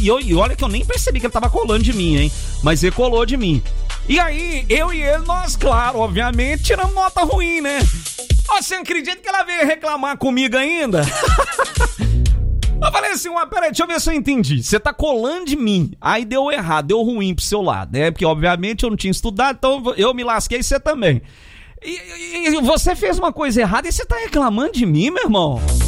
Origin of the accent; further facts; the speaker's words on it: Minas Gerais, Brazil; moved away; lá em Minas Gerais a gente conhece também como arroz com galinha, né?